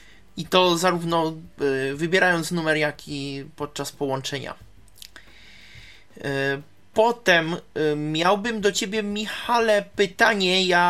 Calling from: Czechia; U nas w Czechach

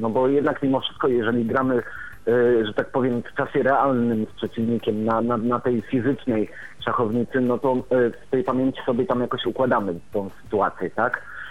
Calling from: Warmian-Masurian Voivodeship, Poland; jestem z Warmii i Mazur, to z tego co wiem, to chyba w Olsztynie.

